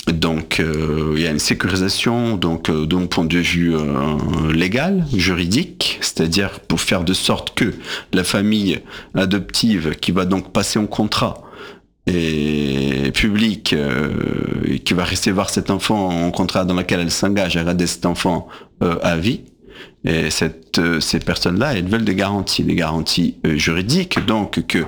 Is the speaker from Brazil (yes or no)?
yes; Brazil; moved away; d'où je viens, du Brésil